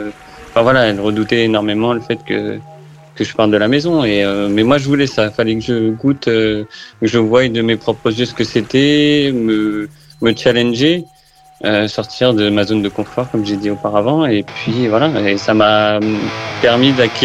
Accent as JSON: {"language": "French", "town": "Noisiel", "region": "Île-de-France", "country": "France", "tie": "born or raised there", "moved": "yes", "said": "Moi, initialement, je suis pas de Solgon, tu vois. J'étais en Île-de-France, j'ai fait toute ma scolarité, toute mon enfance en Île-de-France dans le 77."}